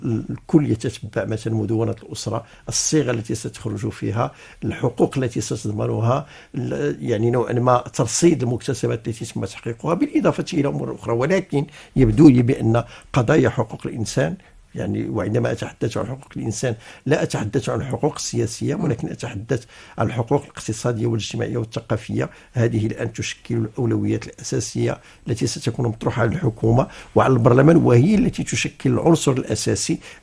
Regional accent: Morocco; عندنا في المغرب

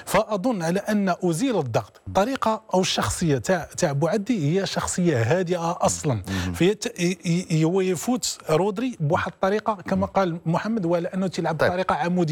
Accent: Morocco; نحن كمغاربة

